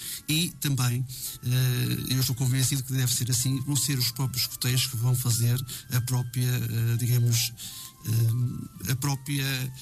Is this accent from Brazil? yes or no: no; Paredes, Norte, Portugal; now in Boim, Portugal; eu sou de Paredes, vivo em Boim e estou nos Futeiros de Silvás